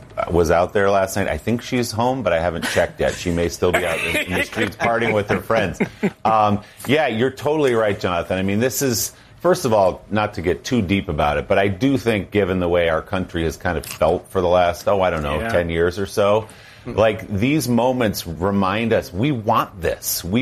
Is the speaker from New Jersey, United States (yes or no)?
yes; New Jersey, United States; And just to prove my cred on this, I grew up in New Jersey.